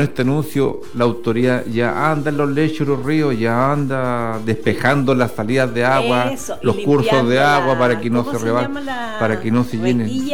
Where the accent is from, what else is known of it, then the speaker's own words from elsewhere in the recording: Chile; a nosotros nos complica como chileno